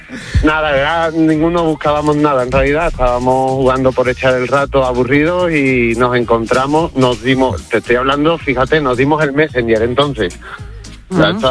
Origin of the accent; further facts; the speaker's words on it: Cádiz, Andalusia, Spain; now in Zaragoza, Spain; Os cuento, yo soy un gaditano afincado en Zaragoza